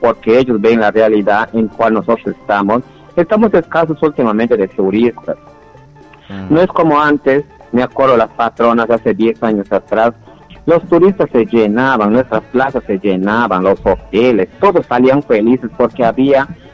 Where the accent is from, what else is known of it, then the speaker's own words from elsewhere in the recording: Peru; somos peruanos